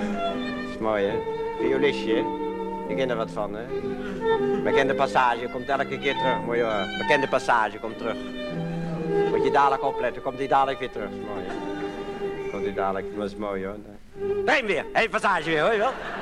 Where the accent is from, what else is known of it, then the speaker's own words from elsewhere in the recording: Netherlands; Zo zijn wij Hollanders, hè.